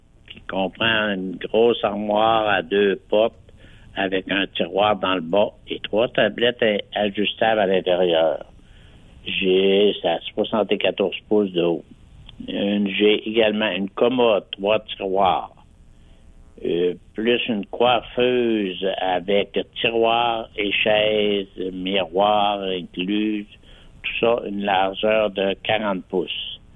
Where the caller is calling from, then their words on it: Saguenay, Quebec, Canada; Moi, j'appelle de Jonquière.